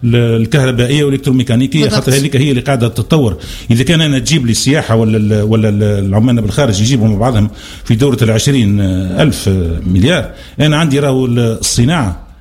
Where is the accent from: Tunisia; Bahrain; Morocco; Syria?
Tunisia; انا كتونسي